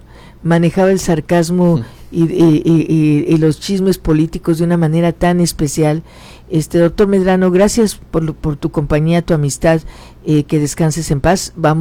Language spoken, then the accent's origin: Spanish; Mexico; O sea, han sido muy cariñosos, como somos los mexicanos, somos muy buenos anfitriones, y más Tijuana.